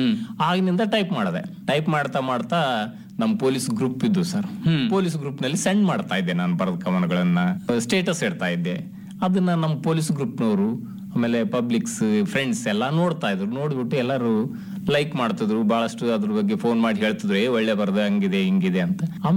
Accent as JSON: {"language": "Kannada", "area": "Jegarkal", "region": "Karnataka", "country": "India", "tie": "born or raised there", "said": "ನನ್ನ ಊರು ಜಗರ್ಕಲ್ಲಲ್ಲಿ."}